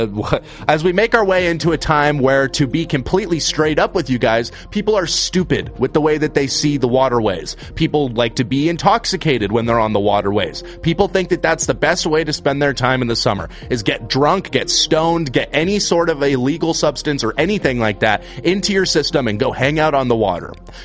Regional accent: Leavenworth, Washington, United States; I grew up in Leavenworth

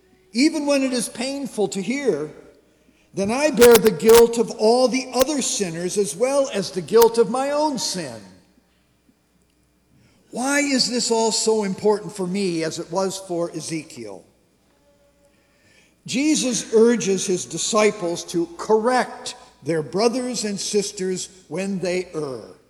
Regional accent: Pontiac, Michigan, United States; So we were all born and raised in the Pontiac-Waterford area.

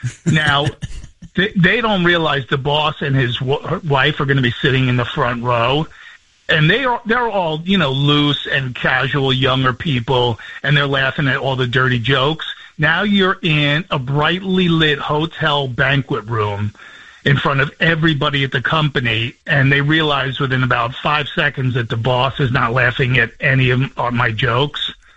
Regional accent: New Jersey, United States; I'm from Jersey.

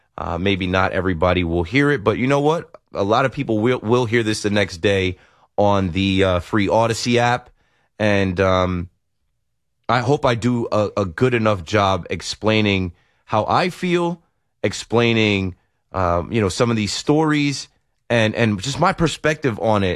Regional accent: United States; I'm extremely proud to be American, and I'm even more proud to be what they call African American, but I just say I'm black, I'm regular black. I don't have any island descent, right? My parents are African Americans.

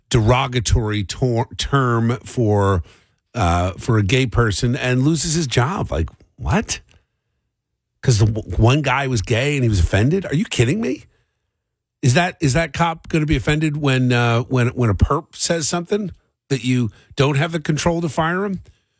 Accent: Philadelphia, Pennsylvania, United States; I grew up in the Philly area

